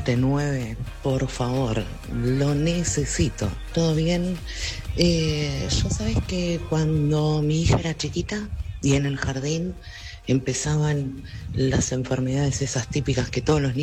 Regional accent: San Isidro, Buenos Aires Province, Argentina

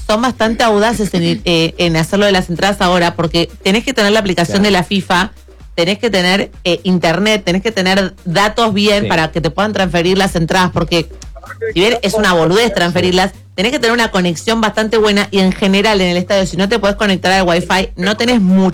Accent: Argentina; yo soy argentina

